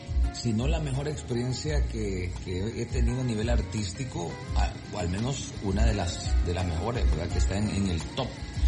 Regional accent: El Salvador; somos salvadoreños

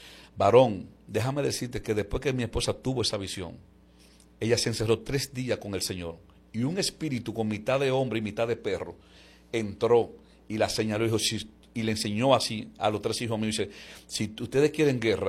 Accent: Dominican Republic; moved away as an adult; now in United States; nosotros venimos estrenados desde la República.

